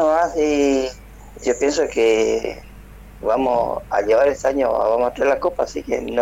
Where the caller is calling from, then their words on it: Misiones, Argentina; yo también soy del norte de Misiones.